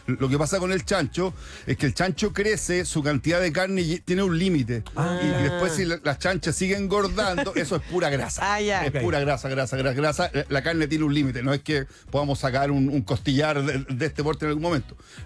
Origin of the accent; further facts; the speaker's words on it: Chile; Yo creo que los chilenos sí somos chancheros